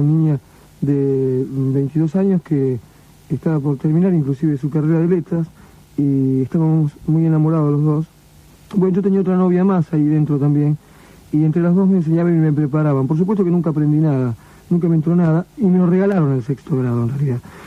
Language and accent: Spanish; Argentina; somos argentinos